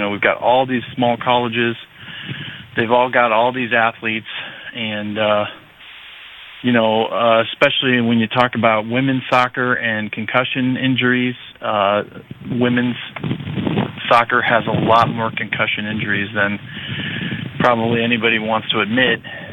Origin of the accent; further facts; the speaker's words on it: Omaha, Nebraska, United States; being right up the river from Kansas City, growing up in Omaha.